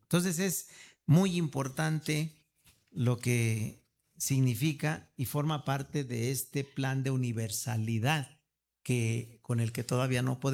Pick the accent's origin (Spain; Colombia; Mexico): Mexico; Zacatecas; quienes hemos vivido mucha historia, que lo somos muchos zacatecanos.